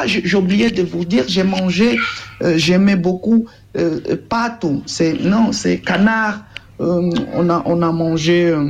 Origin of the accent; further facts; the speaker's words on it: Angola; moved away; C'est un peu similaire comme chez nous en Angola